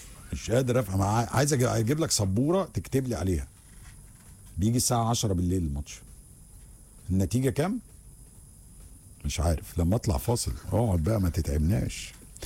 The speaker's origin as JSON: {"language": "Arabic", "country": "Egypt", "said": "انا هشتريها غالية يا باشا انا مصري وزي الفل، مش عايش هنا اصلا، انا عايش في مصر"}